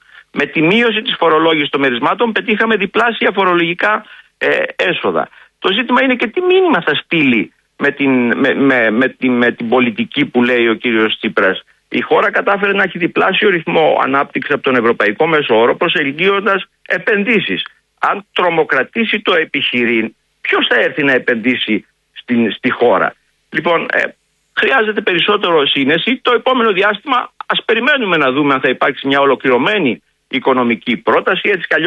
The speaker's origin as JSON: {"language": "Greek", "region": "Thessaly", "country": "Greece", "said": "Όποιος καεί στο χυλό, φυσάει και το γιαούρτι, λένε στην πατρίδα μου, τη Θεσσαλία."}